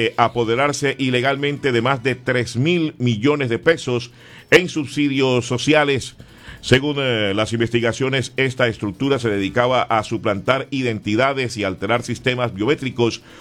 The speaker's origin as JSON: {"language": "Spanish", "country": "Colombia", "said": "6:31 en mi país, Colombia."}